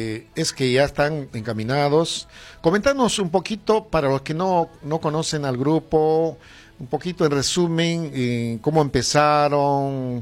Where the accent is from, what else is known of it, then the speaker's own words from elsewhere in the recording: Cochabamba, Bolivia; yo soy cochabambino